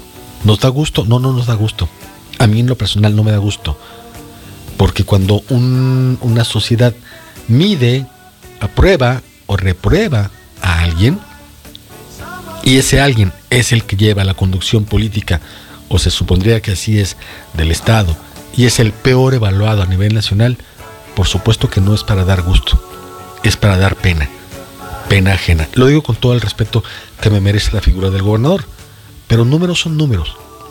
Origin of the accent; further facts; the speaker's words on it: Zacatecas, Mexico; nuestro queridísimo y nunca bien ponderado estado de Zacatecas